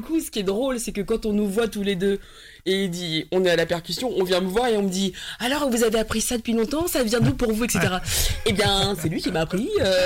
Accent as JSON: {"language": "French", "town": "Paris", "region": "Île-de-France", "country": "France", "tie": "born there", "said": "je suis née à Paris. Je suis née à Paris dans le 15e."}